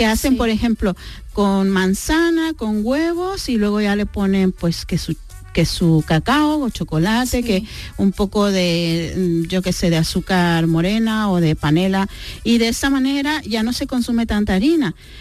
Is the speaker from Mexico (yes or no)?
yes; Mexico